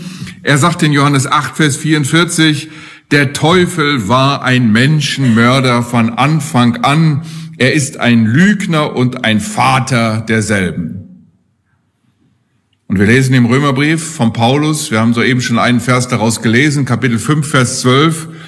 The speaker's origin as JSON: {"language": "German", "town": "Steinbach", "region": "Hesse", "country": "Germany", "tie": "born or raised there", "said": "Würden fast bis in meinen Heimatort Steinbach sehen können."}